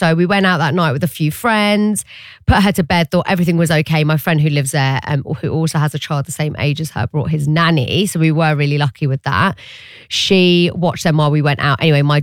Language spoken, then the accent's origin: English; Iraq; I am from Iraq, so there's going to be a lot of like Mena sounds, Middle East, North African songs.